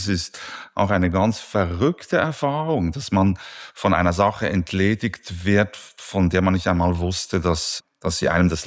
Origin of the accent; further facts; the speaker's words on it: Spiez, Bern, Switzerland; Ich hatte gerade letzten Sonntag hatte ich die Gelegenheit, meine Heimat kurz zu durchfahren, durch die Spiezer Bucht zu fahren. Und dort sieht man die Viertausender des Berner Oberlandes